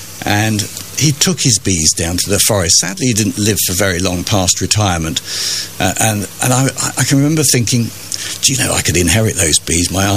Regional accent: Harrow, London, United Kingdom; born there; moved away; also born or lived in Wandsworth, London / Reading; Born in London. I tell people I was born in Wandsworth Jail, but I wasn't. It was a stone's throw from. And there I spent only, a couple of years of my early life, and then moved to Harrow, below the hill, not on top of the hill. Maybe we weren't posh enough to be on top of the hill

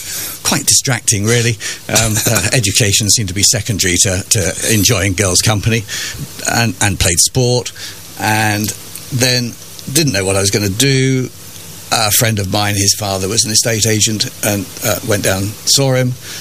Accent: Harrow, London, United Kingdom; born there; moved away; also born or lived in Wandsworth, London / Reading; Born in London. I tell people I was born in Wandsworth Jail, but I wasn't. It was a stone's throw from. And there I spent only, a couple of years of my early life, and then moved to Harrow, below the hill, not on top of the hill. Maybe we weren't posh enough to be on top of the hill

